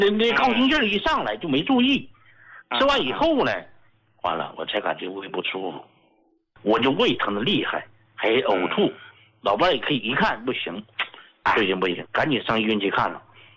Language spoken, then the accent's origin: Chinese; Sichuan, China; accent: Sichuanese; now in Chongqing, China; 用我们四川话讲呢，那睡得踏实了。